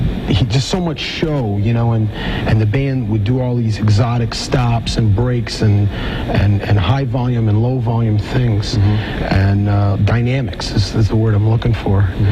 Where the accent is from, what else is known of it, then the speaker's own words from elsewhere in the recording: Detroit, Michigan, United States; Of course, Motown, because since I'm from Detroit, you know.